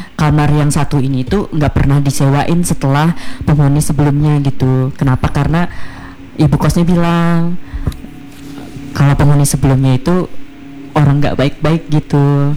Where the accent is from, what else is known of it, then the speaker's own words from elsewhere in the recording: Central Kalimantan, Indonesia; moved away as an adult; saya itu asalnya dari Barito Utara, mahasiswa perantau gitu ya.